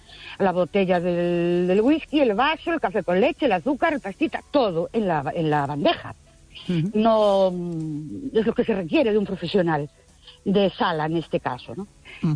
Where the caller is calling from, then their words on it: Ourense, Galicia, Spain; de Ourense.